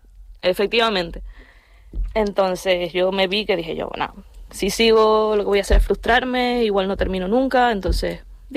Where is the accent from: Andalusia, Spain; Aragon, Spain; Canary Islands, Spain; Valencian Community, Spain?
Canary Islands, Spain; San Andrés y Sauces; Yo soy nacida, crecida y pasida en San Andrés y Sauces.